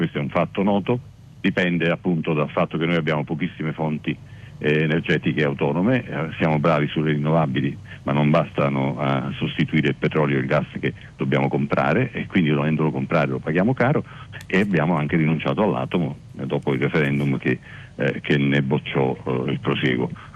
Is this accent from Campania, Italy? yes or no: yes; Naples, Campania, Italy; io sono napoletano di origine, c'è un bellissimo proverbio che afferma: meglio essere la coda di un'alice che la testa di un cefalo.